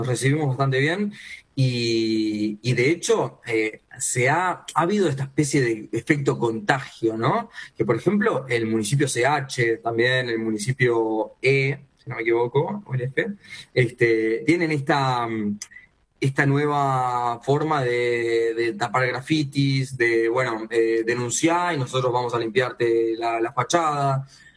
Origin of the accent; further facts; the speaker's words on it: Montevideo, Uruguay; Somos todos montevideanos acá en su mayoría